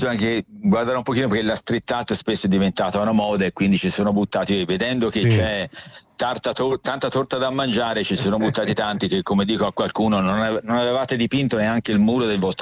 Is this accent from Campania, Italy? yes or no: no; Montecatini Terme, Tuscany, Italy; born there; sono nato a Montecatini Terme